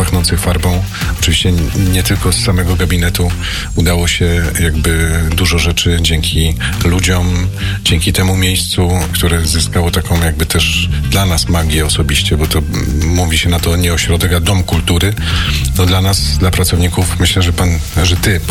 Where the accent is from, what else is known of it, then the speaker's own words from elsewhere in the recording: Ślesin, Greater Poland Voivodeship, Poland; Ja jestem ze Ślesina, więc on mi jest jakby najbliższy.